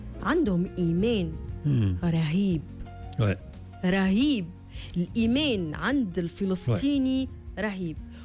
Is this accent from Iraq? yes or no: no; Tunisia; born there; راهو انا كي تولدت في تونس كأنه القدر فهم وين أنا نجي لازم ينجي.